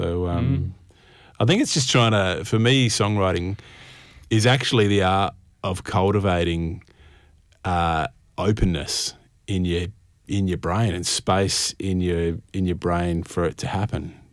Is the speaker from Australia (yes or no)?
yes; South Australia, Australia; born or raised there